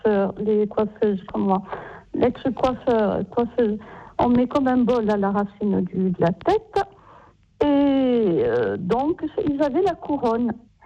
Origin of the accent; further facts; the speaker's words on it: Corsica, France; je regardais à church, comme on disait chez nous en Corse, à church.